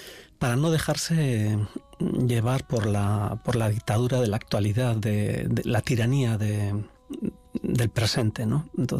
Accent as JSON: {"language": "Spanish", "town": "Ordizia", "region": "Basque Country", "country": "Spain", "tie": "born there", "first_language": "Basque", "second_language": "Spanish", "said": "nací en Villafranca de Oria, que luego se convirtió en Villafranca de Ordizia y hoy es Ordizia."}